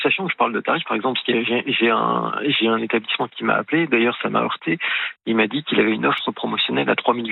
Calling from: Bourgogne-Franche-Comté, France; moi, je suis sur le Jura.

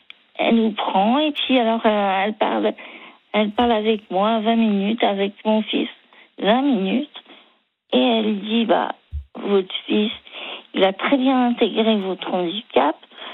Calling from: Brittany, France; Je suis en Bretagne.

